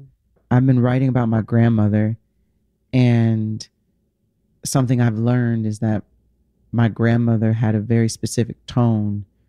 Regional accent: New York, United States; Everybody in my family has very strong voices, very clear, assertive voices. And growing up in New York, you're used to that.

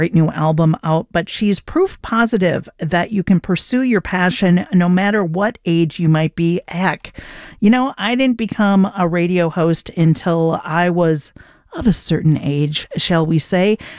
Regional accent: Minnesota, United States; I'm from Minnesota.

